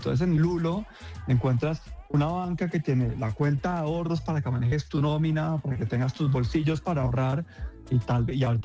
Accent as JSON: {"language": "Spanish", "country": "Colombia"}